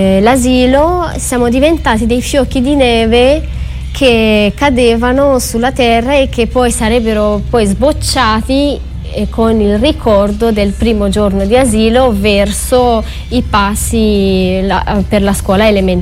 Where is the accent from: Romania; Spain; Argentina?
Romania; born or raised there; Italian is a second language; now in Italy